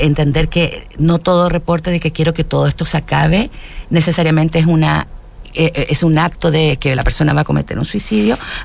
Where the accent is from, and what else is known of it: Chile